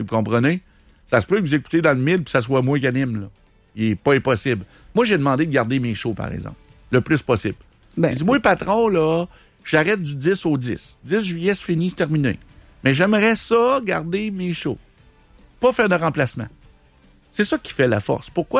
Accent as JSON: {"language": "French", "region": "Quebec", "country": "Canada", "said": "Ben, c'est la même affaire, mais on le dit comme on est Québécois, là."}